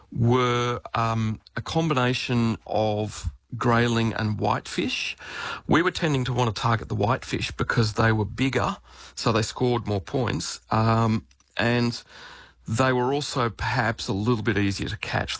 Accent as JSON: {"language": "English", "country": "Australia", "said": "one of the challenges for us as the Australian team is that the major species that we were fishing for over there were grayling"}